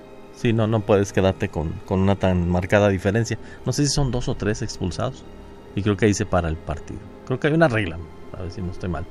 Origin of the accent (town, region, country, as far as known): Mexico